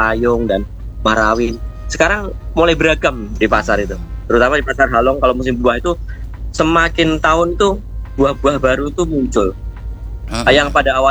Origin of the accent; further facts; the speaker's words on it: Java, Indonesia; moved away as an adult; now in Kalimantan, Indonesia; Saya ini sebenarnya kan pendatang nih, ya, ya, ya, dari betul. Jawa ya.